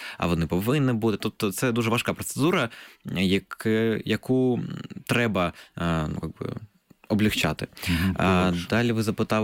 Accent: Zaporizhzhia, Zaporizhzhia Oblast, Ukraine; born there; moved away; я народився в Запоріжжі

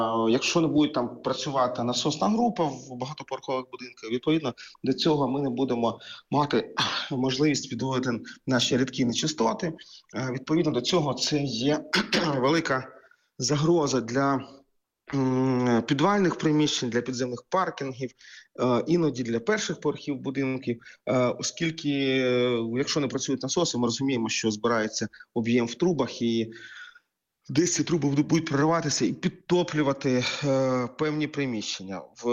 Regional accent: Kharkiv, Kharkiv Oblast, Ukraine; в моєму рідному Харкові

